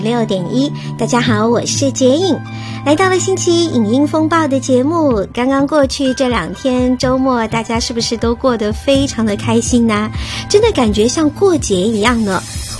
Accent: Canada; 那看起来我们加拿大人还真的就是挺乐观的

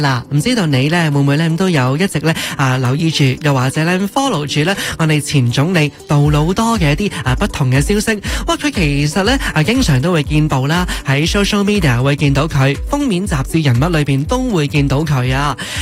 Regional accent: Canada; 我哋加拿大人

